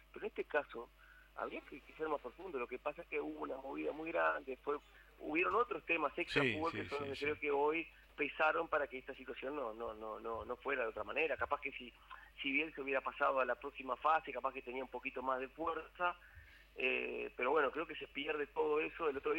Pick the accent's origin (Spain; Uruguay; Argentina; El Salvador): Uruguay; muy parecido a lo que somos nosotros los uruguayos.